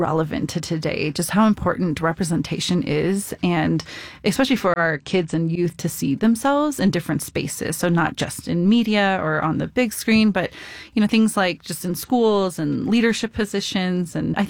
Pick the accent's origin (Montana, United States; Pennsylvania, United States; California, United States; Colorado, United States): Colorado, United States; Denver; For me, growing up in Denver and being involved in the Asian American community, I have celebrated this month for many years.